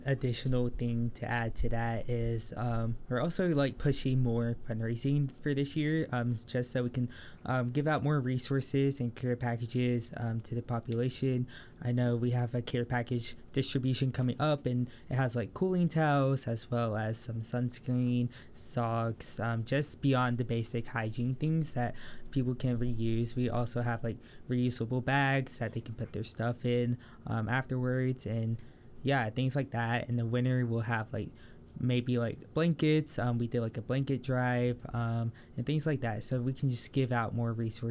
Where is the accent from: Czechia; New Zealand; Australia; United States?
United States; Mississippi; moved away as an adult; I grew up in Mississippi, which is like one of the poorest states